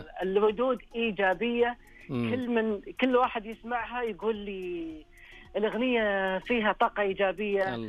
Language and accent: Arabic; Dammam, Eastern Province, Saudi Arabia; أنا سعودي. أنا سعودي. من أهل الشرقية، الدمام.